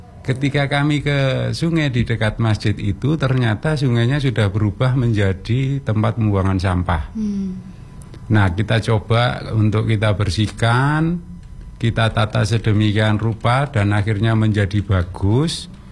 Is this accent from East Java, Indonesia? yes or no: yes; Pakisaji, East Java, Indonesia; Ada di Pakesaji. Nah, kebetulan secara sejarah Mbak, bahwa di kampung kami itu ada berdiri sebuah masjid pertama di wilayah Pakesaji